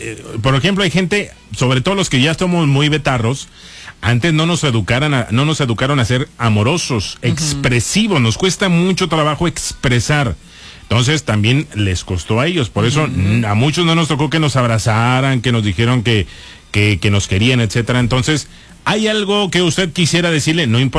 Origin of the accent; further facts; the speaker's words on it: Germany; born there; Spanish is a second language; Soy alemán, todo el mundo sabe que yo nací en Alemania, pero, me identifico mucho con ustedes